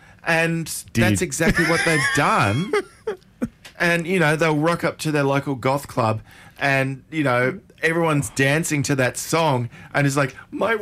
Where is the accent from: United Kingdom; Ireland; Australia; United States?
Australia; Brisbane, Queensland; I grew up in Fairweather Street in Brisbane